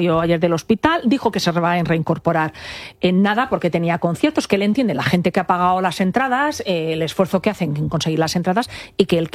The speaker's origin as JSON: {"language": "Spanish", "region": "Balearic Islands", "country": "Spain", "said": "me voy a coger unos días que me voy a mi tierra, que tengo muchas ganas de irme. Me voy a Mallorca, que todavía hace muy buen tiempo"}